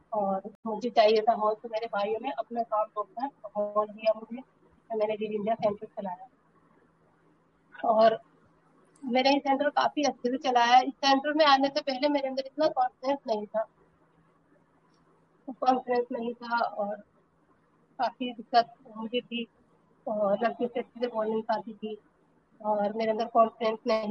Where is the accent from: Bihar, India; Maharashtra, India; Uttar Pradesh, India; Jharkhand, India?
Uttar Pradesh, India; Rampur; Good evening ma'am … और मैं रामपुर शहर के छोटे से मोहल्ले कलगत के रहने वाली हूँ।